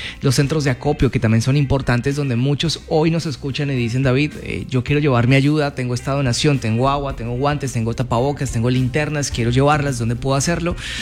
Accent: Cali, Valle del Cauca, Colombia; de muchos como caleños que somos, de poder ir a ayudar

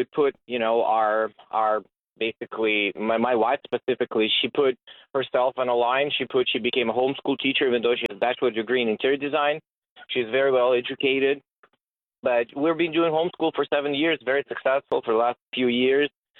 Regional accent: Ukraine; English is a second language; now in United States; I'm from Ukraine originally, U.S. citizen for 15 years.

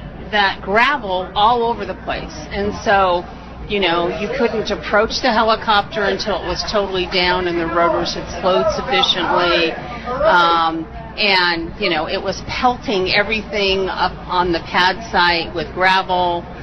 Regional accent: California, United States; I grew up in California

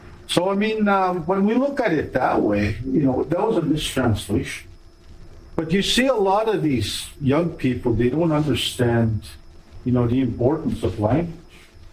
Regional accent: Alberta, Canada; no matter where I go, I can say I'm from the Bloods, so I'm a Blood Indian, because I was born there.

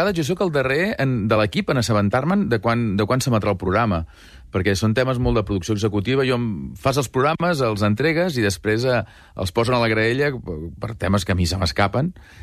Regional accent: Sant Feliu de Buixalleu, Catalonia, Spain; Que tu ets d'un poblet. Sí, Sant Feliu de Buixalleu, poblet molt petit, menys de 1.000 habitants.

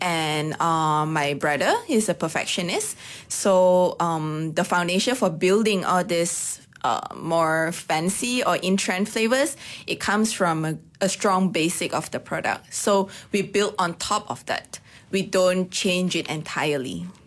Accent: Ipoh, Perak, Malaysia; moved away as an adult; now in Kuala Lumpur, Malaysia; because we are from Ipoh

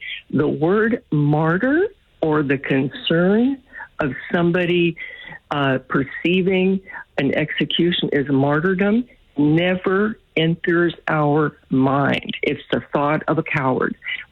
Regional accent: United States; My thought as an American

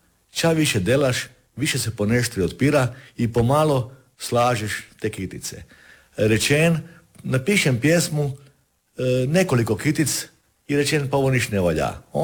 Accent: Kostrena, Primorje-Gorski Kotar County, Croatia; To je kostrene kada je sad Ina i moje rodno selo je tako reći zrušeno. 50 kuća je zrušeno kada je tamo se Ina širila.

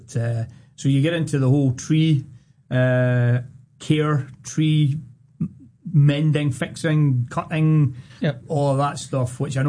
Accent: Scotland, United Kingdom; Even as a Scotsman who comes through, I'm like, Oregon is beautiful.

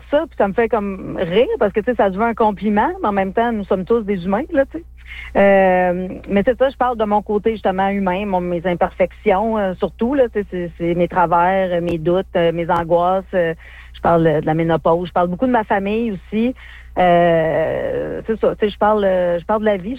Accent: Rouyn-Noranda, Quebec, Canada; now in Greater Montreal, Canada; ça fait très longtemps que j'ai pas été à Arnfield, par exemple. Ça doit faire quasiment 20 ans que je suis pas retournée dans mon village natal. Quand je vais à Rouyn, je vais à Évin parce que ma famille habite là. Fait que je me rends plus à Arnfield.

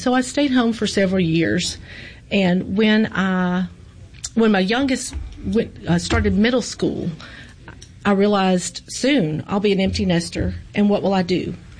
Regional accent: Memphis, Tennessee, United States; now in Jackson, United States; Memphis is home. I've been in Jackson for 33 years. So really and truly, while I grew up in Memphis, I've been in Jackson longer than Memphis.

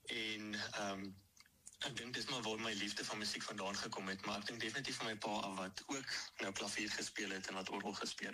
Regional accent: Pretoria, Gauteng, South Africa; born or raised there

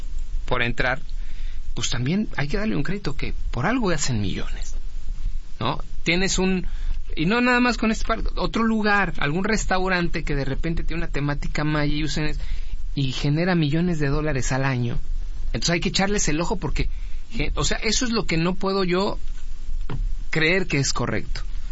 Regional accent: Mexico; yo soy mexicano y también como mexicano también tengo derecho.

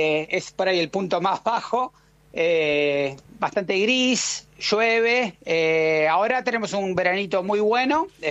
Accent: Argentina; moved away as an adult; now in Manchester, United Kingdom; saben que soy argentino.

